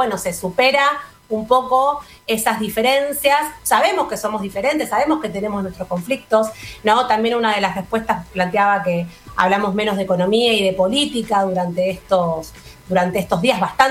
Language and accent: Spanish; Argentina; todos los argentinos creemos firmemente que las Malvinas son argentinas.